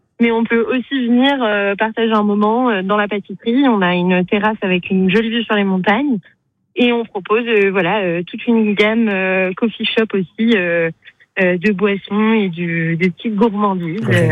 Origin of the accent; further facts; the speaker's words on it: Trizac, Auvergne-Rhône-Alpes, France; moved away; Moi, je suis auvergnate, du coup, d'origine, du Nord Cantal, d'un petit village qui s'appelle Trizac.